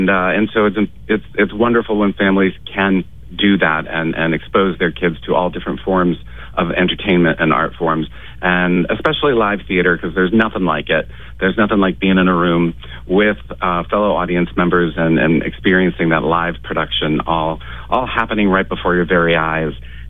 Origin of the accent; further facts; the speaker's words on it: Nashua, New Hampshire, United States; I grew up in Nashua, New Hampshire, and I was raised by two parents who loved going to the theater.